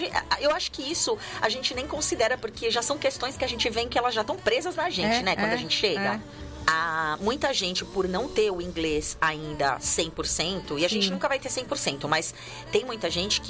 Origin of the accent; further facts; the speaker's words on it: Brazil; moved away; Ah, eu sou brasileira.